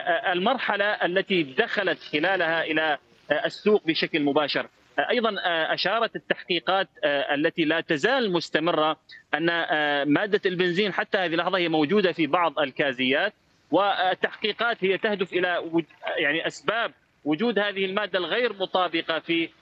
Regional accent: Deir ez-Zor, Deir ez-Zor Governorate, Syria; لكن المشكلة عندنا في دير الزور،

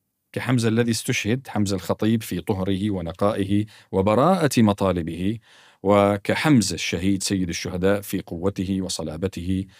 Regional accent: Syria; وهذا فضل نعجز كسوريين عن شكره وأداء فضله لله عز وجل.

